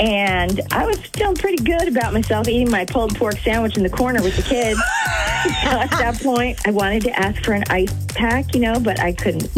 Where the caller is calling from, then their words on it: Madison, United States; I'm from Madison.